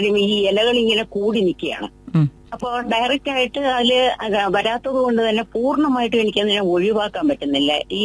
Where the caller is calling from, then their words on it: Thiruvananthapuram, Kerala, India; ഉള്ളൂരിൽ നിന്നാണ് സംസാരിക്കുന്നത്.